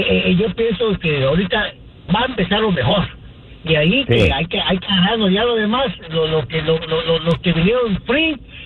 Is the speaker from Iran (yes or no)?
no; Guatemala; Yo soy guatemalteco y mis hijos son mexicanos, guatemaltecos y estadounidenses.